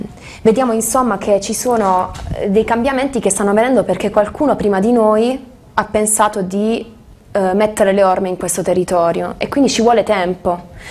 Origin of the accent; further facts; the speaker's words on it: Crispiano, Apulia, Italy; Sì, io sono di Crispiano.